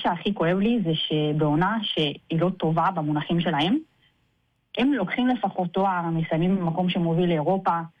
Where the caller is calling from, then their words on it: Central Israel, Israel; אני מהמרכז